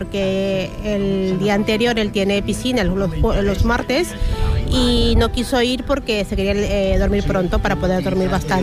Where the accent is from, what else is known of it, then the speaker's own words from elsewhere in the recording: Peru; Lo que pasa es que nosotros le dimos la bandera porque somos de Perú. El bolero ha nacido aquí, pero no, yo soy de Perú y le dimos la bandera peruana